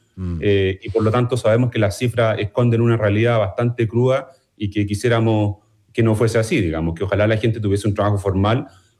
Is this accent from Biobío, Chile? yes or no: no; Los Andes, Valparaíso, Chile; moved away as an adult; also born or lived in San Felipe, Chile; Yo nací en San Felipe, pero viví y me crié toda mi vida hasta los 40 años en los Andes.